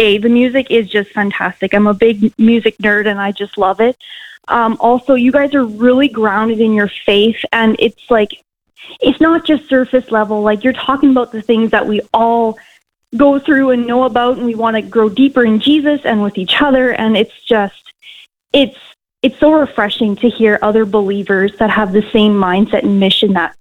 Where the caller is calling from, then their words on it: Manitoba, Canada; accent: Canadian; Manitoba, Canada.